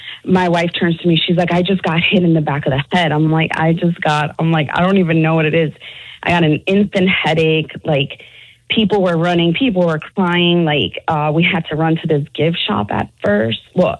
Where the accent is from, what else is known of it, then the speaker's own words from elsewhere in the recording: New York, United States; now in Charlotte, United States; Well, I live in Charlotte, but I'm originally from New York.